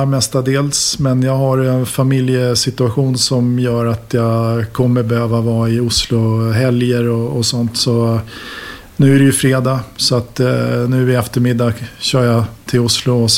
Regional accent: Sweden; moved away as an adult; also born or lived in Finland; now in Norway; jag har finskt pass och så har jag vuxit upp I Sverige och så jobbat I Norge I över 15 år. Men den där finska bakgrunden är ju har gett mig en minoritetsbakgrund då

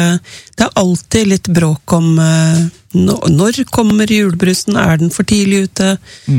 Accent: Oslo, Norway; jeg jo født og oppvokst i Oslo

